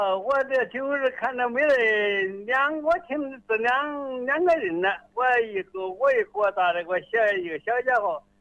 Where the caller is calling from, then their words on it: Zhongxiang, Hubei, China; 我是中县人，我是挨金门的，